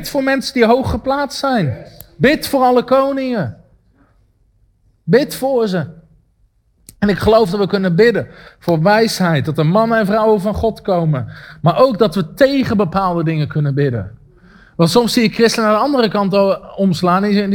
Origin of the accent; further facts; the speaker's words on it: Netherlands; als Nederlanders zijn we dat helemaal niet gewend.